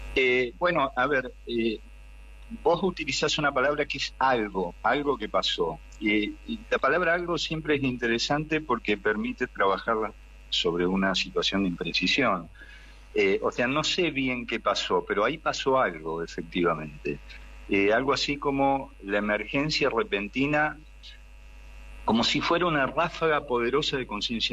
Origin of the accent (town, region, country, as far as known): Argentina